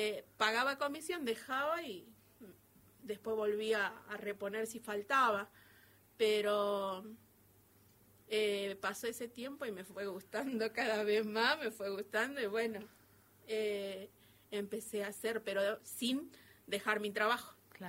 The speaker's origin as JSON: {"language": "Spanish", "town": "Cachi", "region": "Salta", "country": "Argentina", "tie": "born or raised there", "moved": "as an adult", "lives_now": "Salta, Argentina", "said": "Me crié cosechando poroto, pimiento, todo lo que es del valle, el campo"}